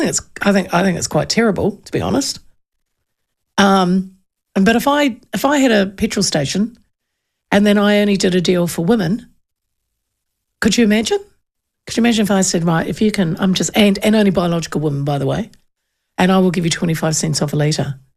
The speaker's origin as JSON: {"language": "English", "region": "Hawke's Bay", "country": "New Zealand", "said": "I'm from the Hawke's Bay and I have whānau in Wairua."}